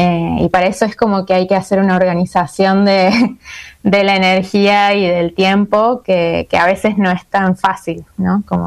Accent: Córdoba, Argentina; Yo soy de Córdoba, que es en el centro del país. Es una zona sin mar y con muchas montañas, rodeado de montañas.

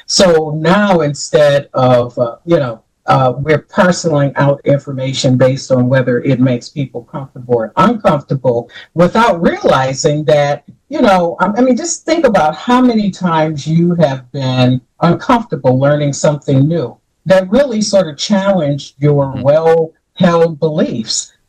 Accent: United States; as an American

